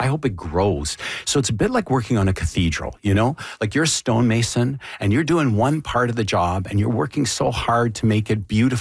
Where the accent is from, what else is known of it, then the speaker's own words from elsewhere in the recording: Canada; I'm proud of it as a Canadian.